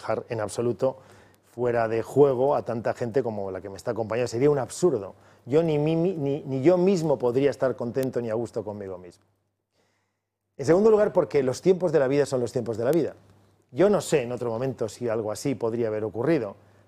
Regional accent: Valencian Community, Spain; Es lo más hermoso desde el punto de vista de la noble tarea de la política que como valenciano se puede ser.

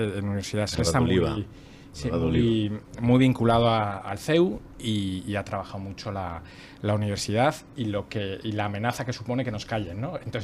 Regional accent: Spain; cómo los españoles acabamos machacando a los americanos en el otro lado del Atlántico

